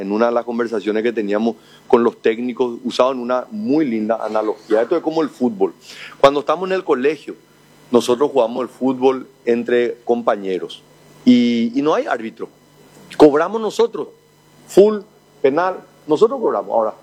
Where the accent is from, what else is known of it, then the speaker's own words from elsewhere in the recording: Paraguay; Geográficamente nosotros somos del tamaño de Alemania, Pero tenemos una población que es el 10% nomás de Alemania.